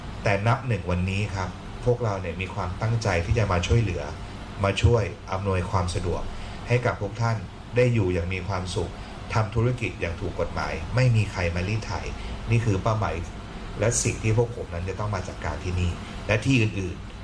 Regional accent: Isan, Thailand; อย่างผมมาจากอีสาน

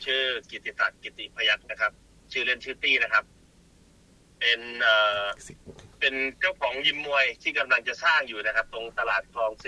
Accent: Nakhon Si Thammarat, Thailand; now in Pathum Thani, Thailand; ่เป็นคนจังหวัดนครธรรมราชครับ

